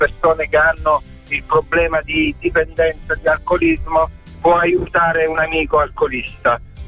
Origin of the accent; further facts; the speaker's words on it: Roseto degli Abruzzi, Abruzzo, Italy; Vengo da Roseto degli Abruzzi, provincia di Teramo.